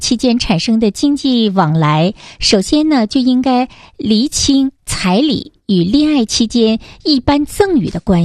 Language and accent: Chinese; Jilin, China; 咱们吉林这边办喜事儿啊